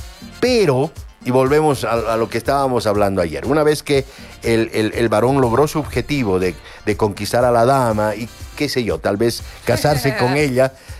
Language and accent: Spanish; Bolivia; no solamente los bolivianos, sino también los peruanos, los ecuatorianos